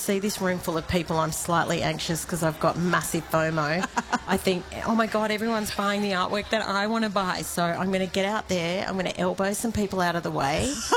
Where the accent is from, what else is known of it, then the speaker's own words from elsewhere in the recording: La Perouse, New South Wales, Australia; Look, I am from La Perouse, so I describe myself as a concrete quarry. I totally urban Aboriginal, like footballing family, family of wharfies and blue-collar workers.